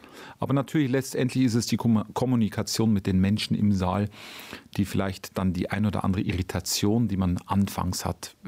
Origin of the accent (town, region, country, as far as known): Bavaria, Germany; moved away